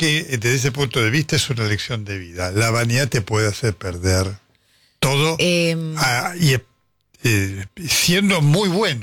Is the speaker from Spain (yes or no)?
no; Argentina; Soy argentina, puede ganar perfectamente.